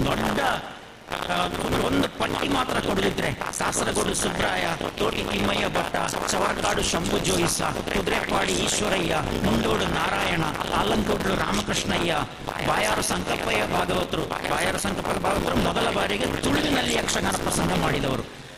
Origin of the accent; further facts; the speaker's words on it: Kasaragod, Kerala, India; now in Puttur, India; ನಾನು 3 ದಶಕಗಳಾಯಿತು ನಾನು ಮೂಲಕ ಕಾಸರಗೋಡಿನವನು ಈ ಪುತ್ತೂರಲ್ಲಿ ನೆಲೆಸಿದ್ದೇನೆ. ನಾನು ಕಾಸರಗೋಡು ಮೂಲದವನು, ಎರಡಕ್ಕೂ ಸ್ವಲ್ಪ ಸಂಬಂಧ ಇದೆ ನನಗೆ